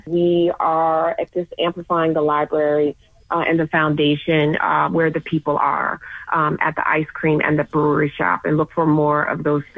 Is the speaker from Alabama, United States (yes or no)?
no; Philadelphia, Pennsylvania, United States; moved away; I came back to my hometown of Philadelphia